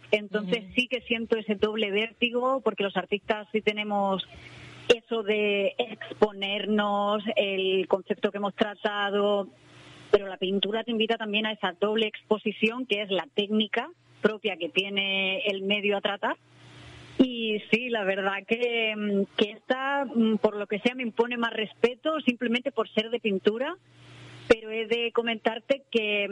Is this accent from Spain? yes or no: yes; Bullas, Region of Murcia, Spain; born there; moved away; Ya sabes que yo en el catering voy a servir vino de mi pueblo, no puede faltar.